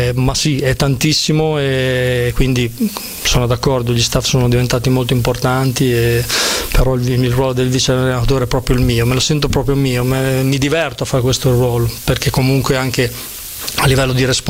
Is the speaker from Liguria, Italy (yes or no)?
no; Bologna, Emilia-Romagna, Italy; sono di Bologna